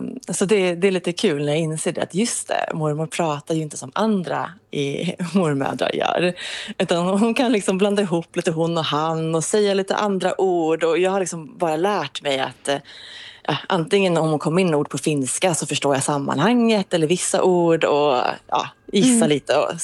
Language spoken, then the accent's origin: Swedish; Sweden; Och så säger jag Sverige. Och då kommer följdfrågan, var är dina föräldrar ifrån då? Och då blir det ju Finland.